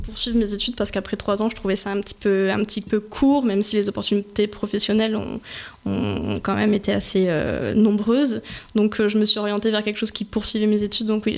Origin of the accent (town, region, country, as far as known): French Guiana, France; born there; also born or lived in Bordeaux